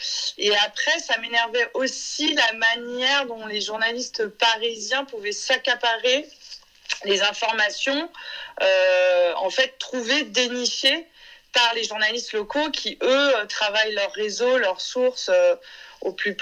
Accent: Quimper, Brittany, France; moved away; Moi, je suis originaire de province, je suis originaire de Quimper, j'ai grandi là-bas, je me sens provinciale et fière de l'être.

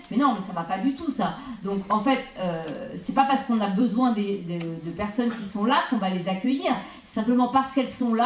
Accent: France; Moi, personnellement, je suis française parce qu'un de mes parents est français. Voilà, donc je suis née française à la naissance, par transmission, par la filiation.

